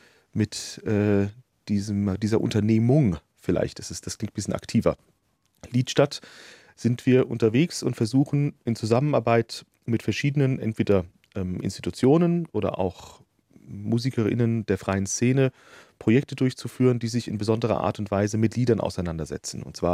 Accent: Limburg an der Lahn, Hesse, Germany; Und der Sitz der Gesellschaft Dietstadt GUG ist in Limburg an der Lahn, meiner Heimatstadt.

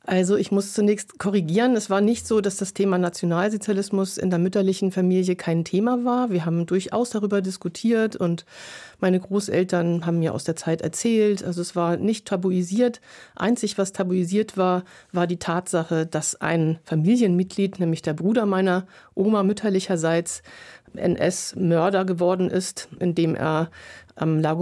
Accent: Germany; accent: German; war zum Beispiel mal ein Jahr in Costa Rica, wo ich als Nazi-Schlampe beschimpft wurde. Man hat meinen deutschen Akzent gehört und es hat mich sehr getroffen.

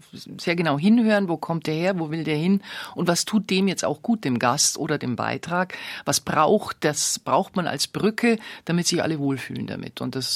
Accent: Bavaria, Germany; accent: leichter bayerischer Klang (light Bavarian); Du bleibst dir selber treu, natürlich, mit einem leichten bayerischen Klang.

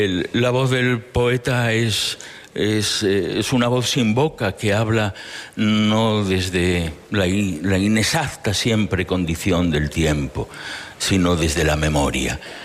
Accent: Villafranca, Spain; un poema que escribí en mi pueblo, en Villafranca

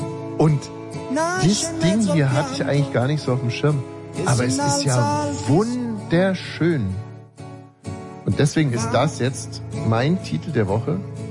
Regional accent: Rathenow, Brandenburg, Germany; Ich bin in Rathenow nur öfters mal aufgewachsen.

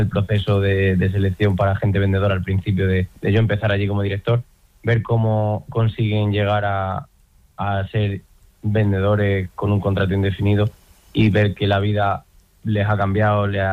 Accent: Sierra de Fuentes, Extremadura, Spain; he estado trabajando como fisioterapeuta 7 años en mi pueblo, en Sierra de Fuentes

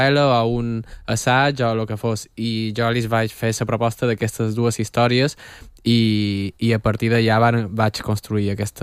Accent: Balearic Islands, Spain; accent: Mallorcan; He d'advertir que jo som mallorquí i el meu català ara s'està filtrant perquè m'entengueu.

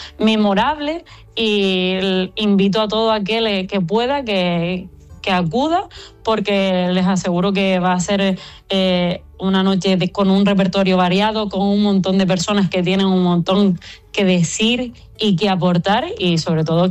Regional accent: Valsequillo de Gran Canaria, Canary Islands, Spain; en mi pueblo, donde también me ha visto crecer mis vecinos y vecinas

